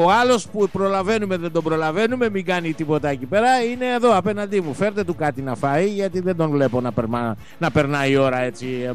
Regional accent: West Greece, Greece; Καλημέρα στην Αιτωλό Ακαρνανία, τη γενέτειρα, την πατρίδα μου, Αγρίνιο Μεσολόγγι.

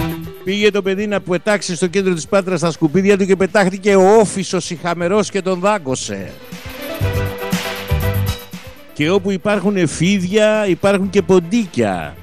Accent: Western Greece, Greece; now in Patras, Greece; Καλημέρα στην Αιτωλό Ακαρνανία, την πατρίδα μου, στο Μεσολόγγι, στο Αγρίνιο, σε όλα τα χωριά μας.

